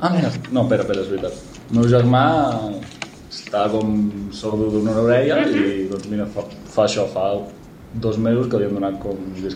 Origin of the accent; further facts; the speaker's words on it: Arenys de Mar, Catalonia, Spain; sóc un noi d'Arenys de Mar